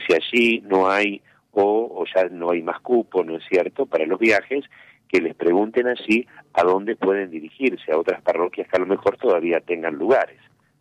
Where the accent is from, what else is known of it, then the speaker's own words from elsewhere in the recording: Argentina; en nuestra patria y como argentinos.